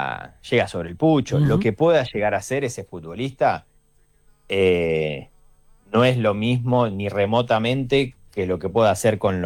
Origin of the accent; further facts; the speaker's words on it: Argentina; somos argentinos